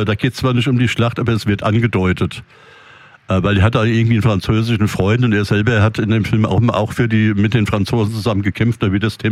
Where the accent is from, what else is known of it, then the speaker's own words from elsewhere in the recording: Rüsselsheim, Hesse, Germany; born there; ich bin hier in Rüsselsheim geboren. Mein Papa ist sogar schon irgendwo, in Rüsselsheim ist er nicht geboren, muss ich mal gucken. Aber dritte Generation in Deutschland, da kann ich nicht sagen, dass ich Schweizer bin. Ich habe den Schweizer Pass